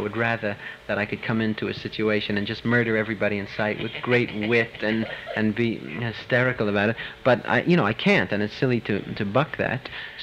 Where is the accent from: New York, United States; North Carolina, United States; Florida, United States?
New York, United States; Brooklyn; The fact is the fact. I am from Brooklyn.